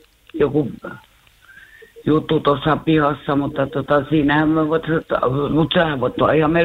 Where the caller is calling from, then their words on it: Tampere, Pirkanmaa, Finland; Kaukajärvellä.